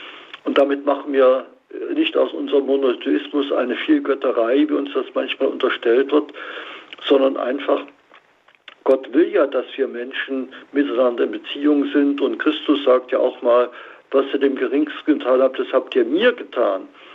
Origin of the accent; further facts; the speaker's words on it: Thuringia, Germany; Oder in meiner Heimat, im Eichsfeld, im Etzelsbach, gibt es eine Pieta